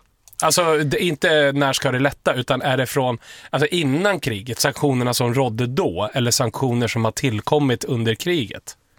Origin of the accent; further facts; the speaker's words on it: Sweden; Vi är ju från Sverige.